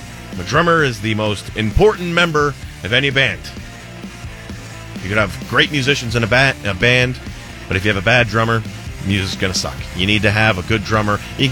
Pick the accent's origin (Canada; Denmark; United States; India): Canada; Montreal, Quebec; I was still living in my hometown of Montreal, and my friend and I drove down the night before.